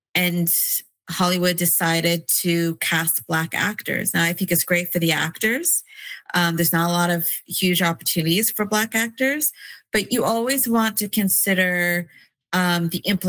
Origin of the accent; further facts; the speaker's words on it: Canada; I'm Nigerian Canadian